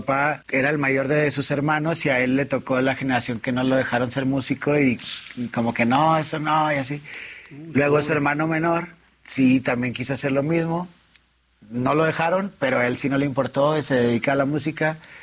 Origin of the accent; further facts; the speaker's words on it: Monterrey, Nuevo León, Mexico; now in Mexico City, Mexico; la primera vez que salí de Monterrey para acá a la ciudad, mi depa estaba vacío, no tenía ni un mueble